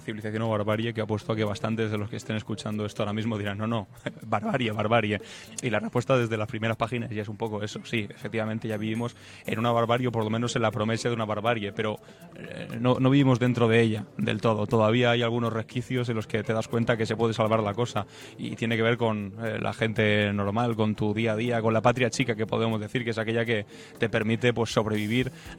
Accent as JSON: {"language": "Spanish", "town": "Teruel", "region": "Aragon", "country": "Spain", "said": "Yo que soy de Teruel, además."}